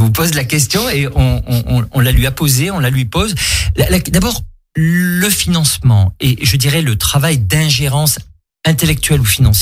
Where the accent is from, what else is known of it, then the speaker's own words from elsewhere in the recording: France; Oui, parce que je suis français aussi.